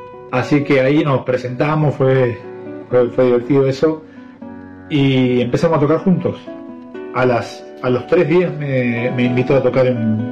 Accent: Salta, Argentina; now in Buenos Aires, Argentina; Santiago es de Jujuy, yo soy de Salta. Pero bueno, nos encontramos, nos conocimos acá en Buenos Aires

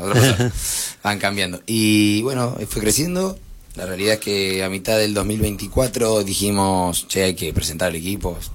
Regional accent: Bahía Blanca, Buenos Aires Province, Argentina; moved away as an adult; soy de Bahía Blanca, oriundo de Bahía Blanca

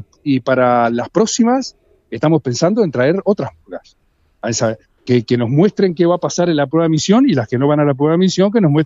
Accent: Montevideo, Uruguay; yo tengo 64 años. Nací acá en la Ciudad Vieja y acá me voy a morir

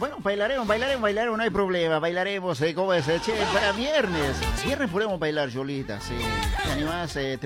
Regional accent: La Paz, Bolivia; yo soy de La Paz

